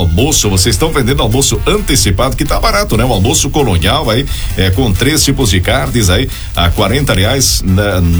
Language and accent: Portuguese; Brazil; Linha Cecília, lá na minha terra natal, lá na linha Cecília, né?